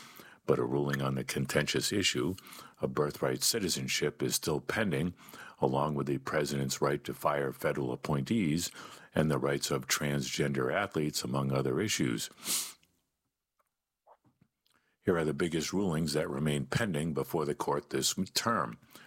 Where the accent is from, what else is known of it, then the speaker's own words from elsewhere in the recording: Texas, United States; I played in high school and I'm from Texas, so yeah.